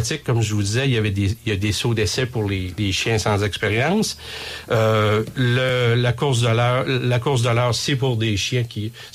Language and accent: French; Quebec, Canada; Mais nous, on est Québécois, on a transformé